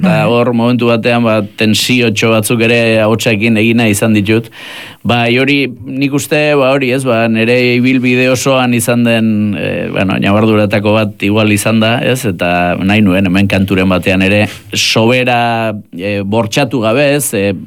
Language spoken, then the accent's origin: Basque; Errenteria, Basque Country, Spain; Bai, ba, ni Santa Clara kalean sortu nintzen Errenterian